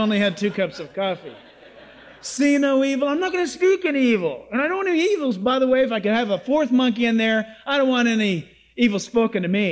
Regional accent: San Diego, California, United States; also born or lived in Orange County, United States; growing up in San Diego and then in Orange County.

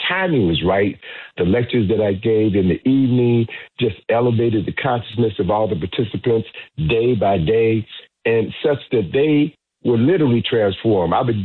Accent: Chicago, Illinois, United States; The first brother you had on at the top of the show was from my hometown, Chicago

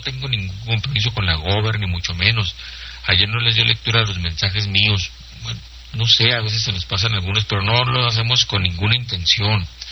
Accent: Ciudad Juárez, Chihuahua, Mexico; Más miedo a mí porque les dije que soy de Juárez.

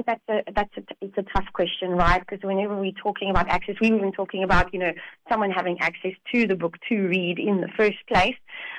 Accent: South Africa; me being proudly South African

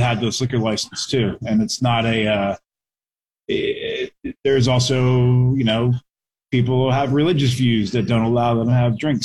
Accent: Florida, United States; Actually, right. My hometown. That's where I'm from.

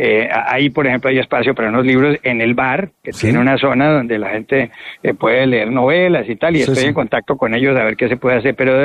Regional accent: Colombia; now in Soria, Spain; En Colombia, en mi país

